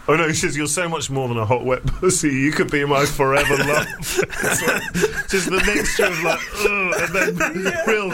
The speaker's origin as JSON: {"language": "English", "region": "England", "country": "United Kingdom", "said": "being English"}